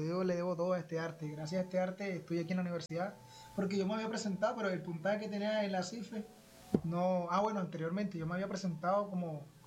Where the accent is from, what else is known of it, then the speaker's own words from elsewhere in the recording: Colombia; moved away as an adult; retorno al festival acá a mi pueblo, Valle Herrada.